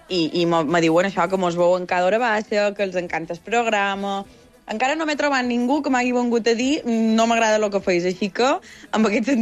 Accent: Sencelles, Balearic Islands, Spain

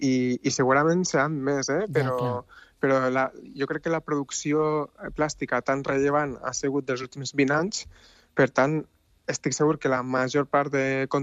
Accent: Tarragona, Catalonia, Spain; now in Basque Country, Spain

